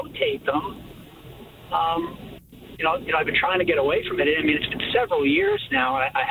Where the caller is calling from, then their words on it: Fredericton, New Brunswick, Canada; I'm calling from Fredericton.